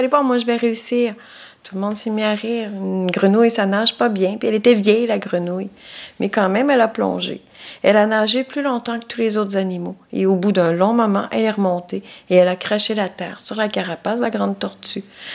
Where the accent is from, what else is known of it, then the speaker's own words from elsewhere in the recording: Wendake, Quebec, Canada; je fais partie de la nation Huron Wendat, je suis de Wendake.